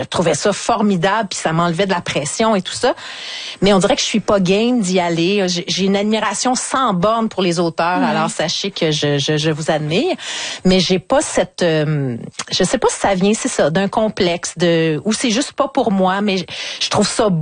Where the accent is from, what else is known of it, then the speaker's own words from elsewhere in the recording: Quebec City, Quebec, Canada; moi je viens de la ville de Québec. Charlebourg.